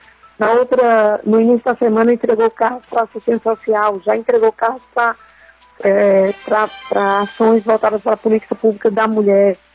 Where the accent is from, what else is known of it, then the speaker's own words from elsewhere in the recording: Pernambuco, Brazil; Então, o que, que a gente deve fazer como pernambucano, se você representa uma instituição?